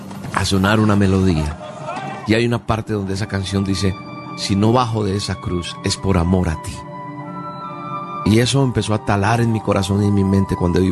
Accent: Colombia; siendo colombiano

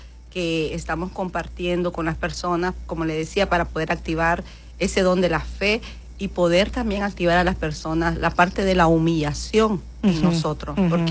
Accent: Honduras; nosotros como hondureños

